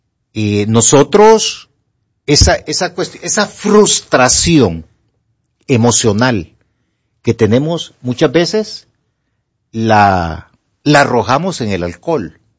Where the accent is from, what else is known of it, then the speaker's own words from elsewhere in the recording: Honduras; yo no me fui de aquí, me dieron oportunidad de irme, pero yo no me quise ir por el amor a mi familia. ¿Y por qué me siento bien estar en mi país?